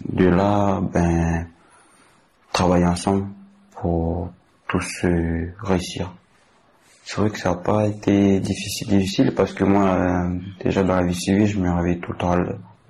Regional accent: Lifou, Loyalty Islands Province, New Caledonia; J'ai 20 ans, je suis originaire de l'IFOU.

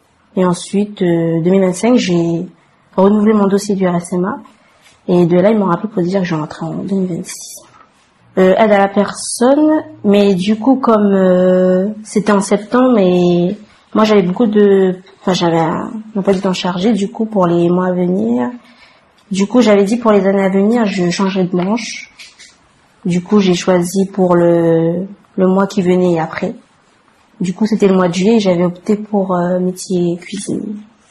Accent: Canala, North Province, New Caledonia; j'ai 21 ans, je suis originaire de Kanala Punerewin

